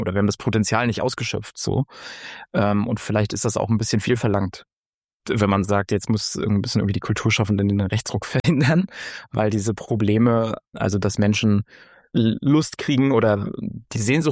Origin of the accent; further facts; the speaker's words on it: East Germany, Germany; ich habe meine ostdeutsche Identität lange überhaupt nicht in Frage gestellt oder erkannt oder interessant gefunden